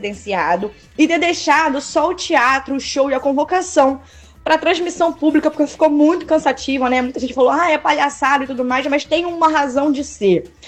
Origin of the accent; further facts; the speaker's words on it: Brazil; Ninguém vive o futebol como brasileiro.